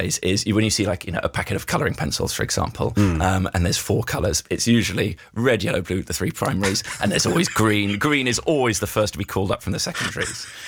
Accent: Swindon, South West England, United Kingdom; my hometown of Swindon

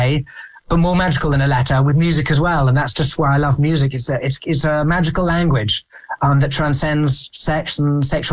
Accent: England, United Kingdom; And as English men in boarding school, I found I had the, you know, feelings, emotions, which just was very hard to convey in normal everyday life.

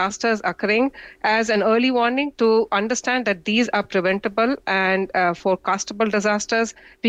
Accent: India; I'm an Indian. I know how to protect myself.

